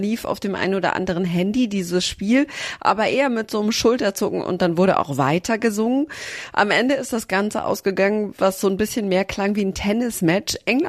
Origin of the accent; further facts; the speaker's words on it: Germany; wo kommst du denn her? Und dann habe ich gesagt, Deutschland.